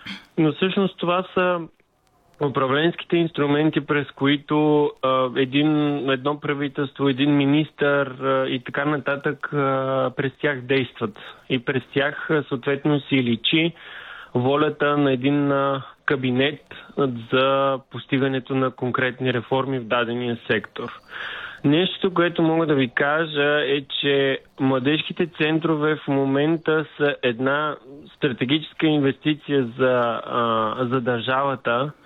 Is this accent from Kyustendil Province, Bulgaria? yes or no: no; Varna, Varna Province, Bulgaria; тъй като съм горд варненец